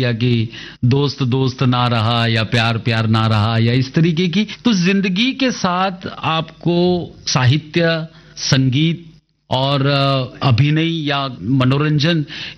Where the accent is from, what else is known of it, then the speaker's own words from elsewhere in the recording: Ahmedabad, Gujarat, India; वो हमारे अहमदाबाद में ही, अहमदाबाद